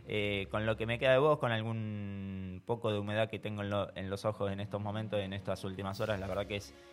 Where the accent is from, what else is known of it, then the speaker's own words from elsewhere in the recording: Argentina; un orgullo que tenemos como argentinos